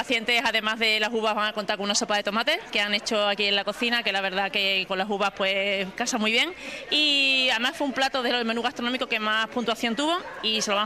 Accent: Almendralejo, Extremadura, Spain; en mi pueblo de Almendralejo huele a mosto

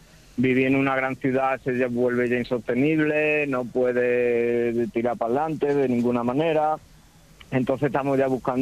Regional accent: Puebla de Sancho Pérez, Extremadura, Spain; Sí, yo soy de la Puebla de siempre.

